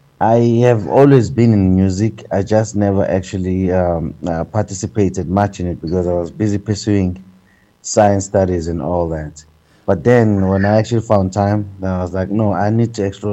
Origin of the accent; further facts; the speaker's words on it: KwaZulu-Natal, South Africa; moved away as an adult; now in Eastern Cape, South Africa; I'm from KZN. I'm from KZN.